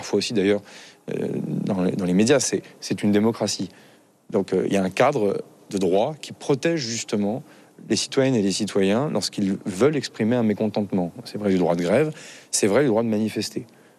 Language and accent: French; Vernon, Normandy, France; la ville dans laquelle je suis élu, dans laquelle j'ai grandi, à Vernon dans l'Eure.